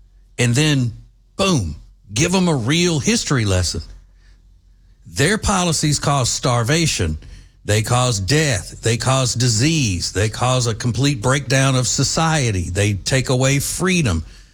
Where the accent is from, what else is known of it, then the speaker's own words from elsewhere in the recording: Louisiana, United States; Steve Scalise, who is a representative from my home state of Louisiana.